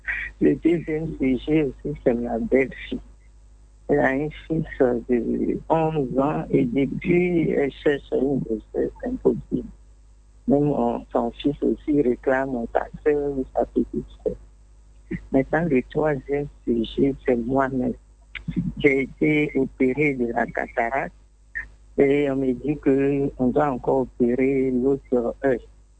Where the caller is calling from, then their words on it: Angers, Pays de la Loire, France; Je vous appelle d'Angers.